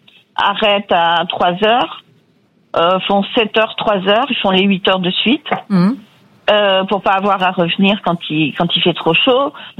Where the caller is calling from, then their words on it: Andalusia, Spain; Moi, j'habite en Andalousie depuis 30 ans